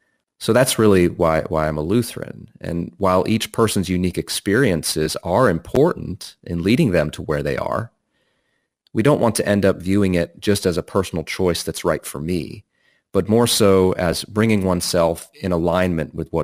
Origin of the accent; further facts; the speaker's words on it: Northeast, United States; I grew up in the Northeast.